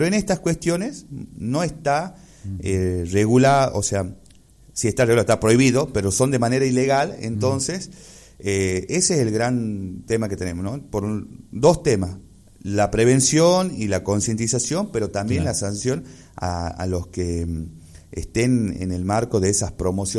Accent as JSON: {"language": "Spanish", "country": "Argentina"}